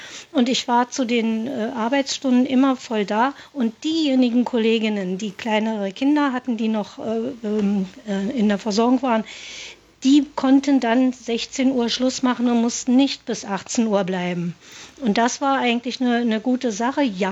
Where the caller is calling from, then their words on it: Magdeburg, Saxony-Anhalt, Germany; Ich komme aus Magdeburg, wie gesagt, vor der Wende war ich anderweitig beschäftigt.